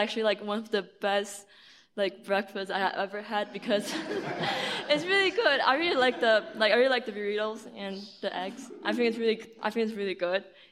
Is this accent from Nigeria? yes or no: no; Taiwan; English is a second language; We're from the United World College, and … I'm from Taiwan. I'm still learning English, so I wish everyone can try to understand my English.